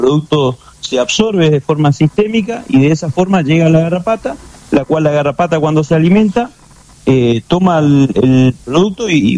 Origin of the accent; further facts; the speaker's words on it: Corrientes, Argentina; De Corrientes, yo soy de Corrientes, estamos en Corrientes